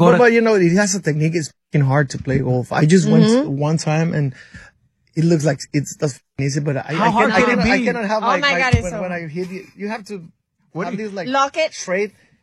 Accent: Sonora, Mexico; Yo las cosas es, soy de Sonora, estamos bien impuestos a la crítica, le llamamos carrilla

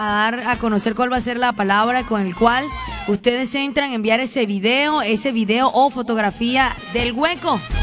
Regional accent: Aguas Blancas, Cesar, Colombia; la fiesta de mi pueblo, se viene un festival bacano, todo lo que se está coordinando por primera vez en Aguas Blancas

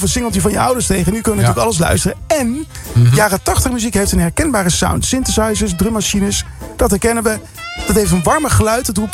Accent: Netherlands; We zijn toch Nederlanders.

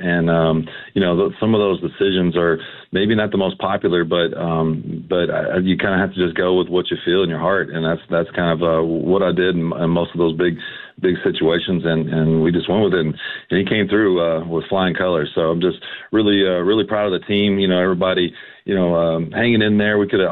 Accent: Louisville, Kentucky, United States; this is my city, you know. So I grew up in Louisville. So if I win or I lose, I'm still going to live in that city.

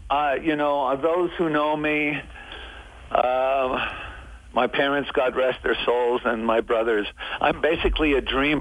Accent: Montreal, Quebec, Canada; really was kind of a different environment from where I grew up in Montreal

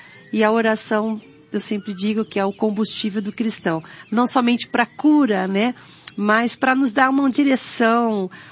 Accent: Bahia, Brazil; Mas Jesus nunca me levou para Bahia, mas eu sou baiana.

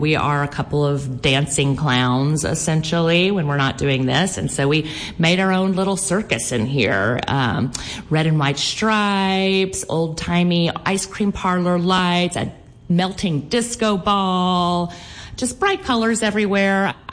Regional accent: Louisiana, United States; I grew up in Louisiana, grew up eating them.

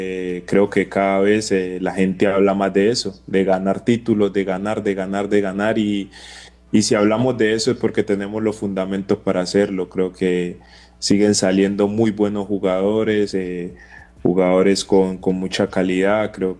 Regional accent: Cali, Valle del Cauca, Colombia; Soy caleño y me encanta la salsa

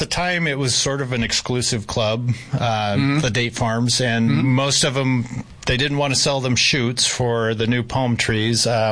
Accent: The Dalles, Oregon, United States; Both … and I are from north central Oregon, so the Columbia River Gorge area of Oregon.

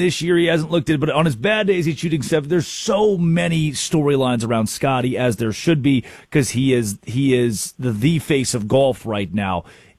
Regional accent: Arkansas, United States; Growing up in Arkansas

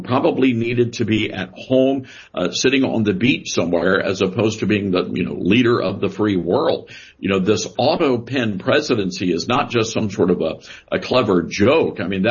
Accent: Memphis, Tennessee, United States; Memphis, Tennessee, my hometown

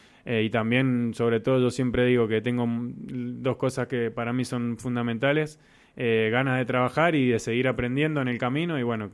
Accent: Rodeo del Medio, Mendoza, Argentina; como hacía yo cuando era chiquito, en Rodeo del Medio, en mi barrio

